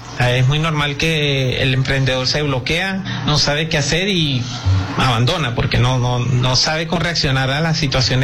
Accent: Venezuela; Entonces, nosotros como venezolanos, pues decidimos aportar

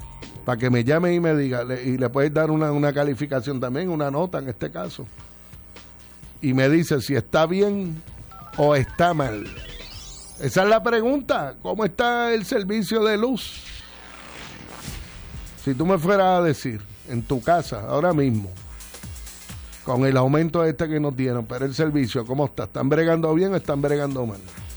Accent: Añasco, Puerto Rico; De mi pueblo, muy bien.

